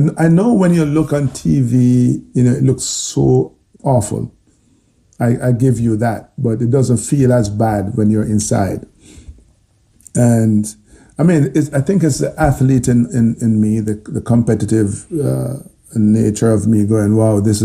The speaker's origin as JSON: {"language": "English", "country": "Jamaica"}